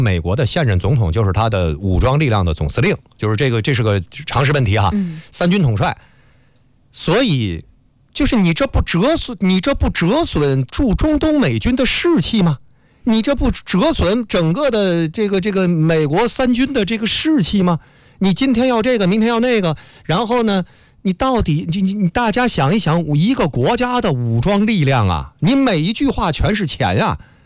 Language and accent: Chinese; China